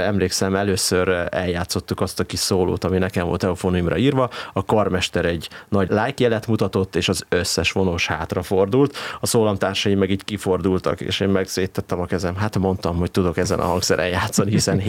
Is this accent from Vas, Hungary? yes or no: no; Tótkomlós, Békés, Hungary; born there; Még gyerekként Tóth Komlóson az evangélikus templomban